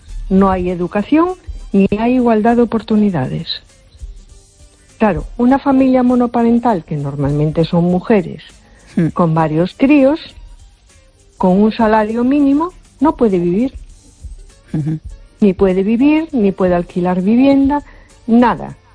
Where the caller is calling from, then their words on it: A Coruña, Galicia, Spain; Hola, buenas noches. … de Coruña.